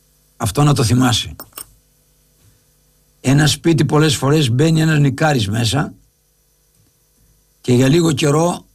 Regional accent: Lefkada, Ionian Islands, Greece; Πάνω που είμαι από τη Λευκάδα

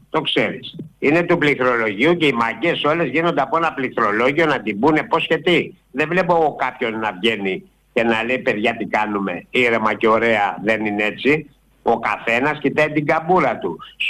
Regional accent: Ermoupoli, South Aegean, Greece; Ευτυχώς που κατάγομαι από την Ερμούπολη της Σύρου, που είναι η πρωτεύουσα των Κυκλάδων

